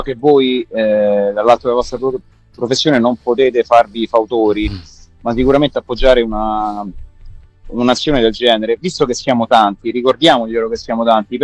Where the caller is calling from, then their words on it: Civitavecchia, Lazio, Italy; Ciao Scarponi, ciao Vincenzo, da Civita Vecchia.